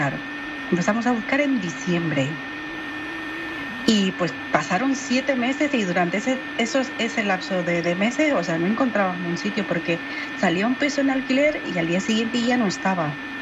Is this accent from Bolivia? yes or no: yes; Bolivia; moved away; Sí, bueno, yo soy de Bolivia y vine hace 25 años. Y traje a las niñas después.